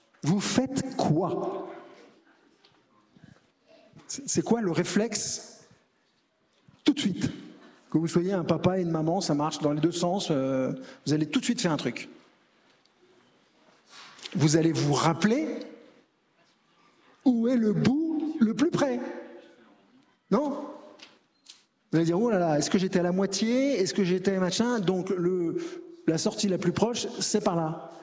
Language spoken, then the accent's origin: French; Paris, Île-de-France, France; je suis parisien